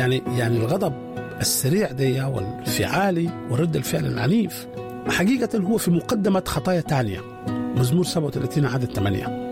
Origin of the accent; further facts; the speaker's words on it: Sudan; وعندنا في السودان يقول زول ده أحمقنجي